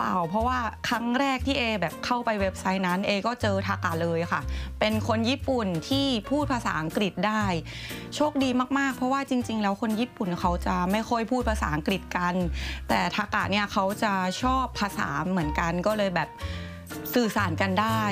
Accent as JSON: {"language": "Thai", "region": "Isan", "country": "Thailand", "moved": "as an adult", "lives_now": "Japan", "said": "ด้วยตัวเองเราเป็นคนอีสานเนอะเราก็ชอบกินอะไรเผ็ดๆแซ่บๆ"}